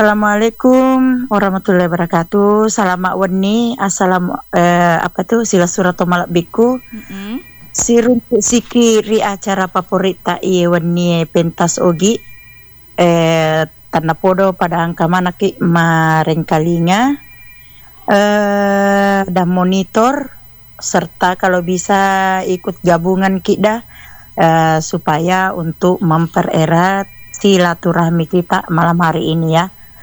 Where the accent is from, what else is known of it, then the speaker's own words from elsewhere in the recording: Sidenreng Rappang, South Sulawesi, Indonesia; Iya, di tempatku ini, di kampungku ini, di kampung bapak sama mama. Kabupaten Sidendren Rappang, Sidrap, Sulawesi Selatan.